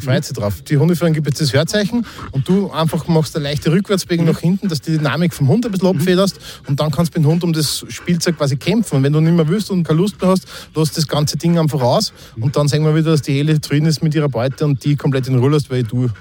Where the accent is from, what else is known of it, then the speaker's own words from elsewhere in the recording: Austria; als Österreicher